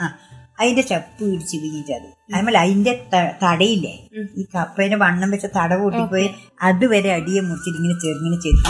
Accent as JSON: {"language": "Malayalam", "town": "Aduvappuram", "region": "Kerala", "country": "India", "said": "Aduvappuram, Aduvappuram"}